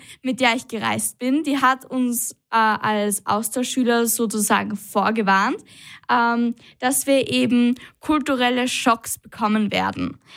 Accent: Austria; aber bei uns in Österreich ist es ja so, zumindest bei uns im Gymnasium, dass wir immer Herr Professor, Frau Professor sagen müssen.

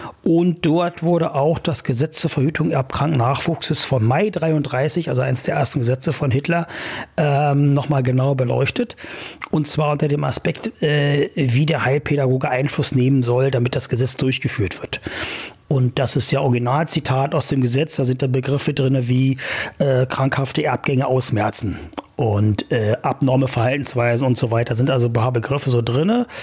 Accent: Saxony-Anhalt, Germany; Ich bin ja in Altmark geboren und groß geworden. Ich hatte eine wunderschöne Kindheit und Jugend.

